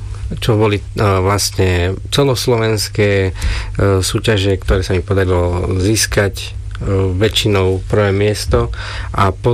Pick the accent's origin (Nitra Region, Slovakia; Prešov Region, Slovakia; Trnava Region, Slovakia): Trnava Region, Slovakia; Trnava; Ja som sa narodil v Trnave, odtiaľ aj pochádzam z Trnavy a vlastne pochádzam z hudobnických rodín